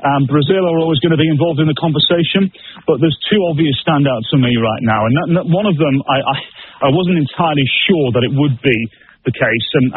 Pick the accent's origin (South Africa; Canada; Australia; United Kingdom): United Kingdom; England; as an Englishman myself